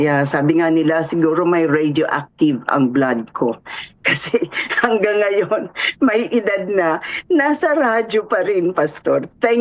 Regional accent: Bacolod, Western Visayas, Philippines; moved away as an adult; now in California, United States; taga-Bacolod ako

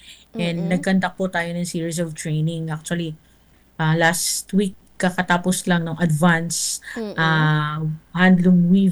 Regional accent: Bicol Region, Philippines; dito sa Catanduanes, ano, kasi siyempre, taga-Catanduanes ako.

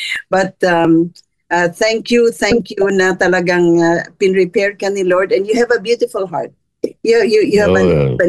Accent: Bacolod, Negros Island Region, Philippines; So, ako as I was growing up sa Bacolod, ganun din ang nadidinig ko

